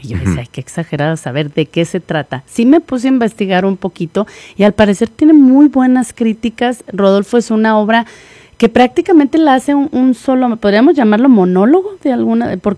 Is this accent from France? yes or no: no; northern Mexico, Mexico; now in Denver, United States; yo soy norteña